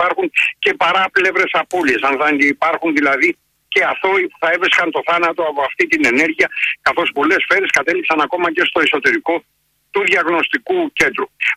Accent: Patras, Western Greece, Greece; ένας γνωστός τράπερ με καταγωγή μάλιστα από την πατρίδα μου, από την Πάτρα.

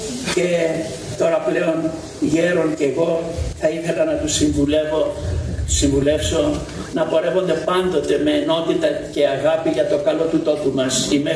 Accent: Amorgos, South Aegean, Greece; moved away; ποτέ δεν έφυγα πραγματικά από την Αμορώ. Ένα κομμάτι της ψυχής μου έμεινε πάντοτε εδώ

